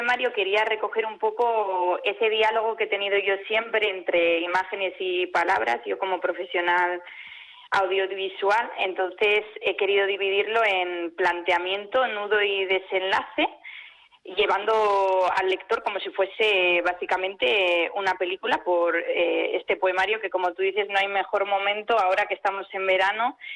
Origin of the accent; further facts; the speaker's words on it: Erandio, Basque Country, Spain; yo soy de aquí, de Erandio, Vizcaya, pero mis padres y toda mi familia son de Extremadura. Entonces yo también en el poemario he querido plasmar la dualidad de la identidad que tengo entre el norte